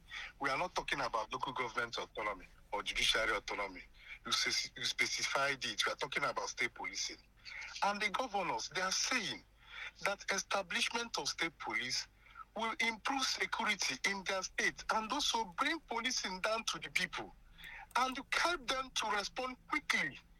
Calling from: Enugu State, Nigeria; I'm a citizen of Nigeria. I'm a citizen of Enugu State.

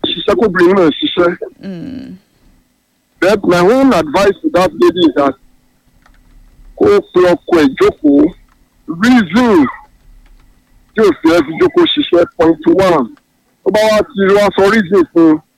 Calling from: Lagos, Nigeria; I'm calling from Ikoyi.

